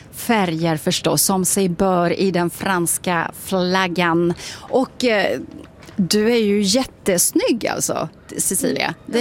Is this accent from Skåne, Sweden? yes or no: yes; Skåne, Sweden; accent: Scanian (skånska); jag ber om ursäkt för min skånska.